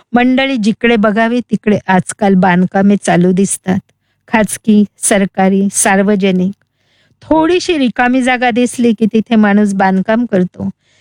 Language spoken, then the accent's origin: Marathi; Niphad, Maharashtra, India; माझं बालपण निफाड व माझं गाव पिंपळस रामाचे निफाड तालुक्यातलंच. इथे माझं बालपण गेलं.